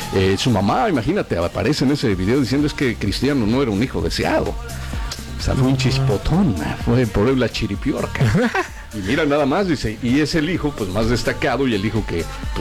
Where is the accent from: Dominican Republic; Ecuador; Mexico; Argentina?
Mexico; Porque somos mexicanos